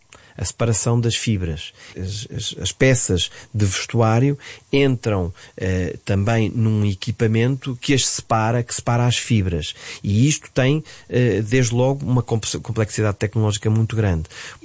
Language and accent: Portuguese; Coimbra, Centro, Portugal; moved away as an adult; da minha Coimbra, onde eu cresci, onde eu nasci, onde eu volto com muito gosto, embora já não viva lá há quase 30 anos.